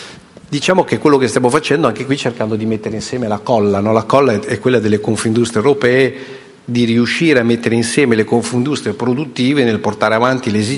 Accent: Modena, Emilia-Romagna, Italy; io vengo da Modena

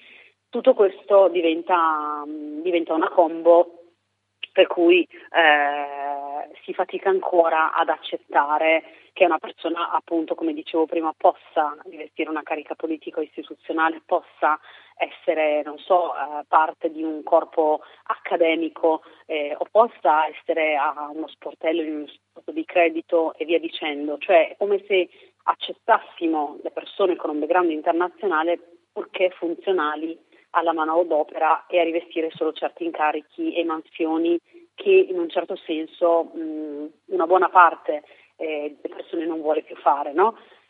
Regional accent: Reggio Emilia, Emilia-Romagna, Italy; io sono di Reggio Emilia, mi sono affacciata all'università dovendomi spostare, facendola pendolare a Bologna

